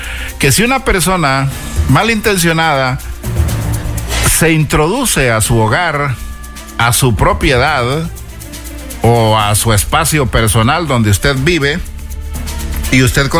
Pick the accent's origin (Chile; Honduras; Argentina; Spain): Honduras; cómo somos los hondureños para alburear